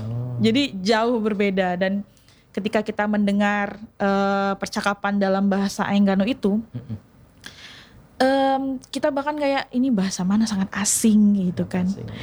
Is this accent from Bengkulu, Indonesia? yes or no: yes; Bengkulu, Indonesia; kayak misalnya saya orang Bengkulu ngomong bahasa Indonesia tuh pasti orang ketahuan iku pasti orang Sumatera, cetna kan.